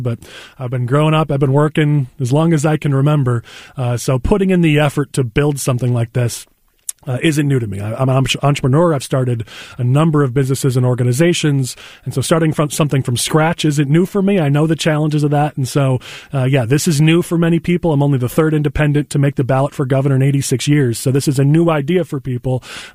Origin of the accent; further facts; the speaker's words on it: Palatine, Illinois, United States; also born or lived in Batavia; Yeah, so born in Batavia, my family moved to the northwest suburbs, and I grew up in Palatine, spent a little time in Lake Zurich and Hawthorne Woods as well, but grew up in Palatine